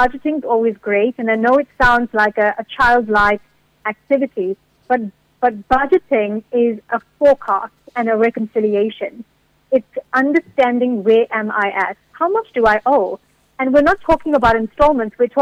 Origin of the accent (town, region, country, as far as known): South Africa